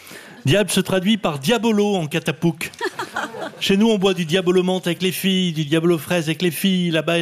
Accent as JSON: {"language": "French", "country": "France", "said": "Comme on dit chez moi en France"}